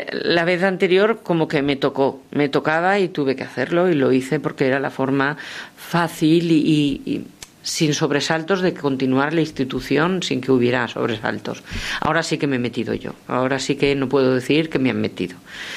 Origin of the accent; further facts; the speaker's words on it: Valencia, Valencian Community, Spain; first language Spanish; Ya te digo que yo soy castellano parlante, aunque soy de Valencia, de la Comunidad Valenciana.